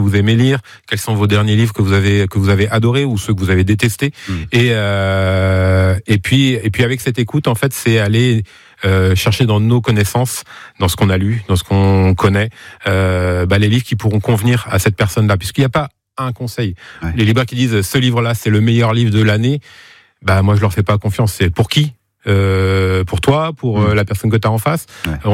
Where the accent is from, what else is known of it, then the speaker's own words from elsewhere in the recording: Nuillé-sur-Vicoin, Pays de la Loire, France; also born or lived in Laval; Moi, je suis originaire de Nuillé-sur-Vicoin.